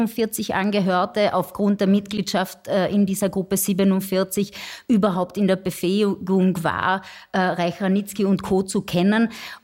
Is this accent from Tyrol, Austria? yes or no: no; Klagenfurt, Carinthia, Austria; Und zu meiner Negation, ich komme aus Klagenfurt.